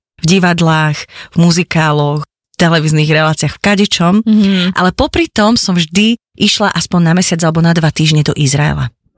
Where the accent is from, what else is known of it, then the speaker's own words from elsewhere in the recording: Vysoké Tatry, Prešov Region, Slovakia; also born or lived in Trebišov; A ja som rodina Trebišovčanka. Ale keď som mala 6 rokov, tak sme sa presťahovali do Vysokých Tatier. Milujem hory.